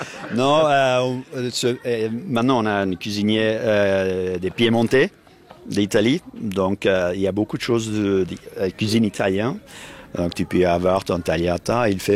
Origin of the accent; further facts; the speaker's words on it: Kurdistan, Turkey; French is a second language; now in Switzerland; Je suis né, puis vécu en Kurdistan, en Turquie, puis venu ici avec mes saisons. Je ne parlais aucun langue ici.